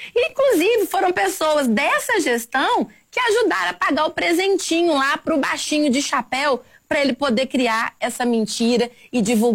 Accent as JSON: {"language": "Portuguese", "town": "Monsenhor Paulo", "region": "Minas Gerais", "country": "Brazil", "tie": "born or raised there", "said": "cuidar também dos meus negócios lá na minha terra amada, que é Monsenhor Paulo."}